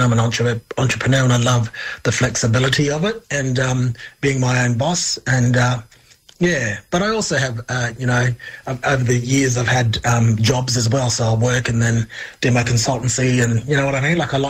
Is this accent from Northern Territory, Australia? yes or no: yes; Darwin, Northern Territory, Australia; growing up in Darwin, there's lots of I saw, you know, different Aboriginal people in business, so it wasn't something that was foreign.